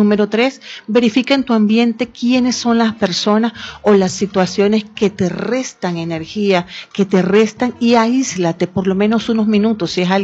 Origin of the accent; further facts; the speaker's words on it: Venezuela; como somos los venezolanos, resilientes, alegres